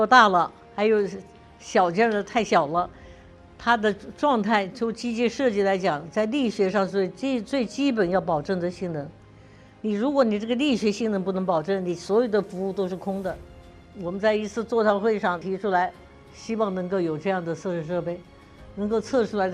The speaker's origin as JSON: {"language": "Chinese", "country": "China", "said": "就是我们中国人一点不比外国人差，你能做的我可以做的比你更好。"}